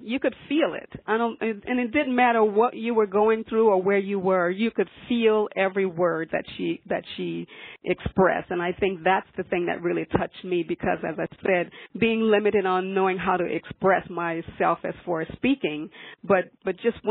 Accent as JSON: {"language": "English", "region": "Louisiana", "country": "United States", "tie": "born or raised there", "said": "I grew up in Louisiana with a family of 13 siblings. I am the youngest of 8 girls and 4 boys."}